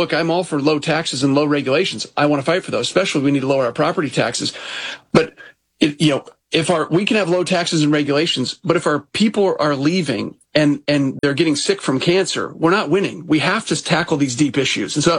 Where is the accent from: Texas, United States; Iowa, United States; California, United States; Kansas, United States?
Iowa, United States; now in Belle Plaine, Iowa, United States; I'm a sixth generation Iowan. I was born and raised in Western Iowa.